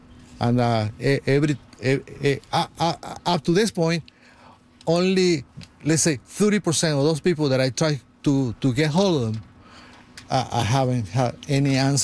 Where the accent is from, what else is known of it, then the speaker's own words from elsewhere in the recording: Canada; English is a second language; moved away as an adult; also born or lived in Venezuela; My friend, I born in Venezuela. I grew up in Canada, practically. I came here in my 30s. I'm way in my 70s. But none of that take away my DNA, which is Venezuelan DNA.